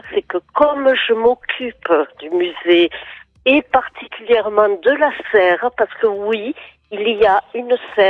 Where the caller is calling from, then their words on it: Montazels, Occitanie, France; Montazels.